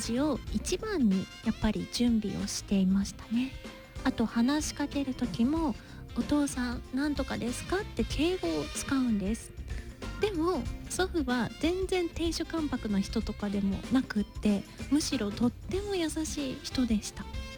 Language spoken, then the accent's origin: Japanese; Tokushima, Japan; 私徳島ですが